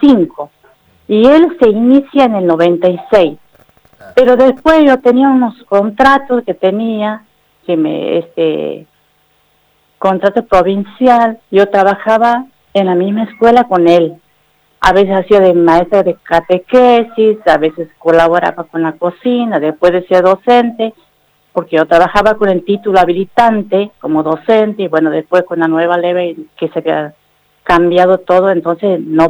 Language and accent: Spanish; Barrial Alto, Santiago del Estero, Argentina; now in Brea Pozo, Argentina; Barrial Alto está a 40 kilómetros de aquí de Brea Pozo. Yo soy nacida y criada en Barrial Alto, pero después me trasladé aquí con mi familia a Brea Pozo.